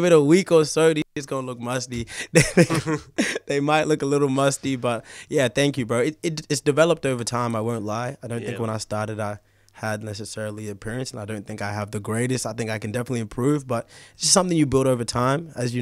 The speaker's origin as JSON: {"language": "English", "town": "Norwich", "region": "East of England", "country": "United Kingdom", "tie": "born or raised there", "moved": "yes", "said": "I was actually born and bred in the United Kingdom, just like you, my brother. But I'm from Norwich, so, born in Norwich. My family moved over here for work, regular thing."}